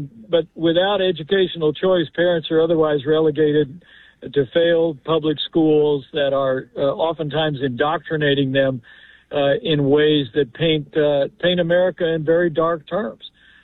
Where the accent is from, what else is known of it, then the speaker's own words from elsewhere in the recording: Indiana, United States; you've had about 30 Republican-led states, that, including my home state of Indiana, that have essentially banned abortion.